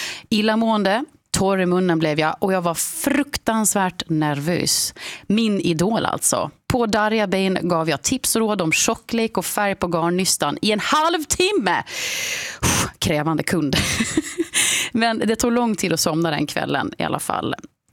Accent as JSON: {"language": "Swedish", "country": "Sweden", "said": "när kvinnan då i butiken förstod att vi var från Sverige, då sken hon upp, förstår ni."}